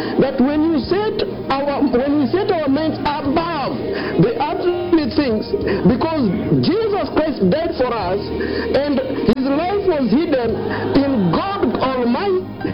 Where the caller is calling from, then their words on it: Ruaka, Kiambu County, Kenya; I'm calling from Ruaka Metro, that is Ruaka Main Altar.